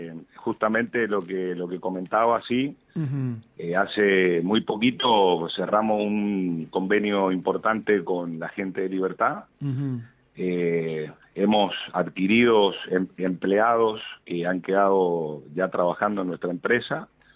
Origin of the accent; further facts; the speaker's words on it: Godoy Cruz, Mendoza, Argentina; nacimos en Godoy Cruz, nos desarrollamos mucho en Godoy Cruz desde nuestros inicios.